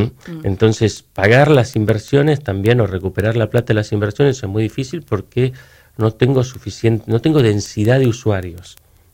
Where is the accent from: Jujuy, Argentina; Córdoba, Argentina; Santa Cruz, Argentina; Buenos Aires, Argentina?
Santa Cruz, Argentina; El Calafate; Yo que soy de Calafate